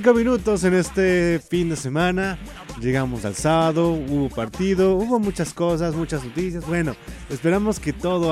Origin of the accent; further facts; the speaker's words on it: Mexico; hay algo que como mexicanos nos une.